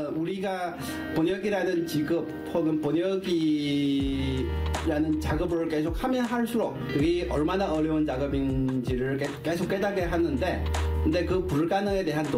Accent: China; first language Chinese; Korean is a second language; 저희 한국어를 아는 중국 사람들이 할 수 있는 것이

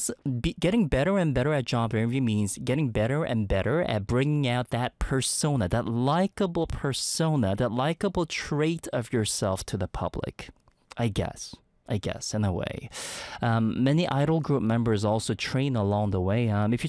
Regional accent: Seoul, South Korea; you might be placed in Ulsan or something, very far away from my hometown, which is Seoul right now.

